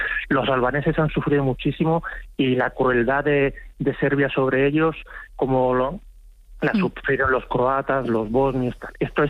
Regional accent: Spain; Kosovo es como para un español... aunque no tenemos ese sentimiento tan nacionalista como lo tiene un serbio

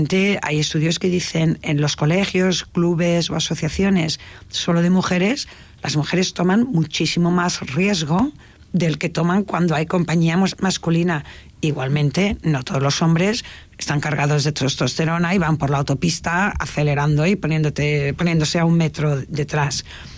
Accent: Tarragona, Catalonia, Spain; De hecho, yo que soy de un pueblo, soy de Tarragona y de Morella, por parte de padre, un pueblecito maravilloso en Castellón

